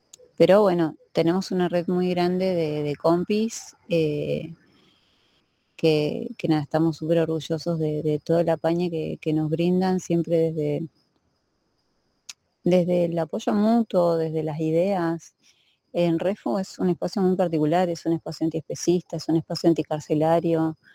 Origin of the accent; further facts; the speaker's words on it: Argentina; now in Misiones, Argentina; Si bien nosotros no somos de Misiones, la mayoría somos de Buenos Aires, incluso de la Patagonia